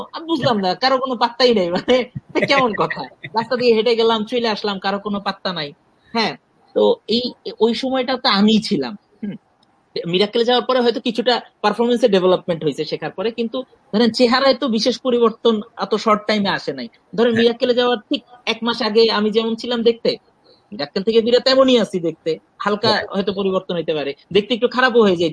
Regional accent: Dhaka, Dhaka Division, Bangladesh; আমি আসলে ঢাকাতেই বড় হয়েছি এবং আমার আমার জীবন যাপন, আমার চিন্তা ভাবনা, আমার কথাবার্তা, আমার জোক, আমার লেখালেখি সব জায়গায় আসলে ঢাকাটাই বেশি।

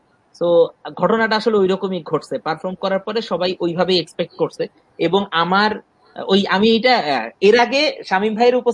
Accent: Dhaka, Dhaka Division, Bangladesh; আমি আসলে ঢাকাতেই বড় হয়েছি এবং আমার আমার জীবন যাপন, আমার চিন্তা ভাবনা, আমার কথাবার্তা, আমার জোক, আমার লেখালেখি সব জায়গায় আসলে ঢাকাটাই বেশি।

